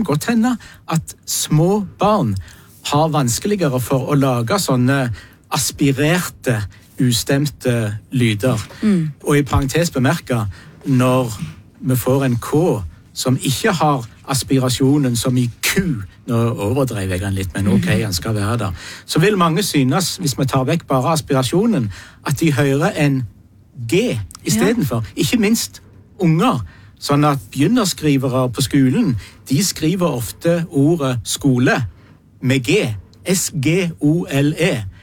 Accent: Rogaland, Norway; Men som rogalending så var det to veldig kjekke spørsmål, så det gjør jeg mer enn gjerne.

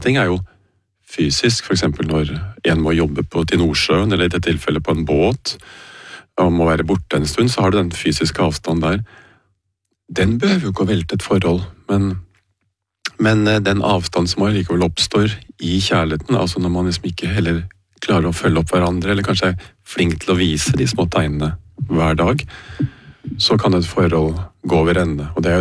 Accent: Oslo, Norway; Jeg kom fra Bolteløkka, fineste plassen på jord.

